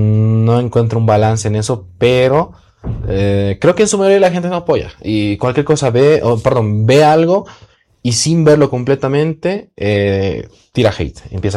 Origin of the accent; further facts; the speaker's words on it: Bolivia; Y yo les dije, ah, no, sí, ahí soy de Bolivia y todo.